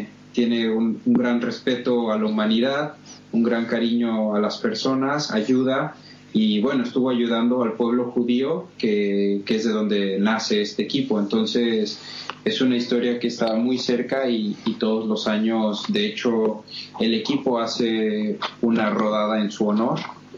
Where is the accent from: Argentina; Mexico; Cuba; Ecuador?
Mexico; moved away as an adult; now in Barcelona, Spain; yo soy de México